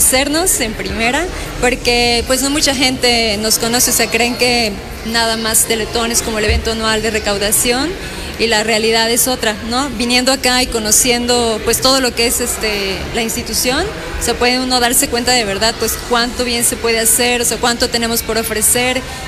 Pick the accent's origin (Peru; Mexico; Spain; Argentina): Mexico; Cuernavaca, Morelos; now in Puebla, Mexico; No, yo soy de Cuernavaca, Morelos.